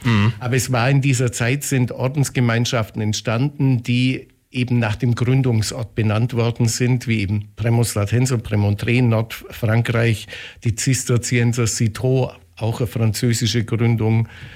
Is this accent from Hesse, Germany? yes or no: no; Bavaria, Germany; Naja, ich stamme gebürtig sogar aus dem Landkreis Neuem und kenne das Kloster eigentlich von Kindesbeinen an, zumindest als Gebäude. Ich war in Weißenhorn am Gymnasium